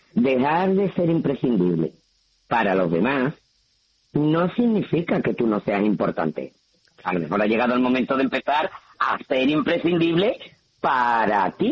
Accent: Jerez de la Frontera, Andalusia, Spain; yo soy de Jerez. Y aquí nos tomamos todos en Andalucía de aquella manera.

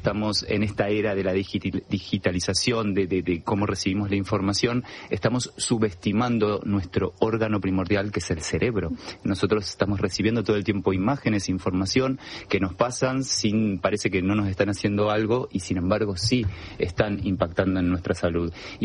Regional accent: Argentina; Para mí, como argentino, estar en un programa de radio de España, de Madrid, que quiero tanto, para mí es un privilegio

